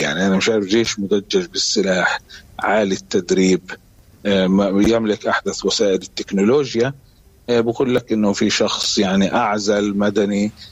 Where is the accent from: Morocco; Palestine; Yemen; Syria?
Palestine; نحن كفلسطينيين